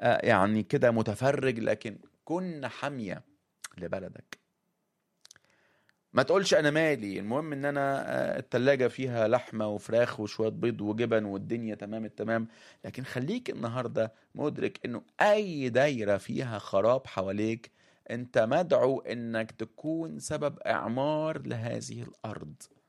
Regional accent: Egypt; يعني انا من مصر، فانا بصلي لأجل مصر

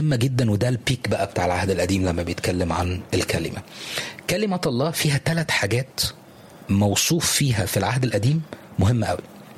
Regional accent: Upper Egypt, Egypt; زي كده عندنا في الصعيد لما بيقول الراجل بيتربط من كلمته.

